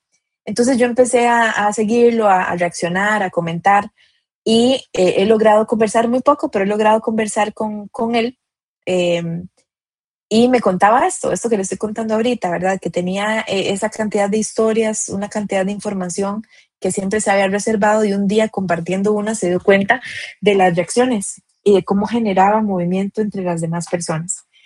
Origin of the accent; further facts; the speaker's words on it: Costa Rica; tengan un pedacito de lo que yo soy, de Costa Rica y de mí.